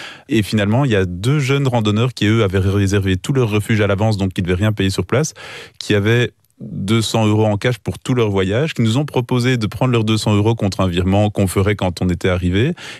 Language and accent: French; Belgium; Tous les Français savent qu'on vient de Belgique